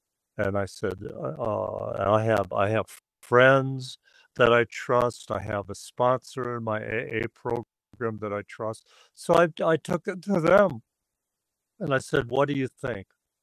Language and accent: English; Texas, United States; We're from Texas, you know, they're not dressed for it or nothing like that.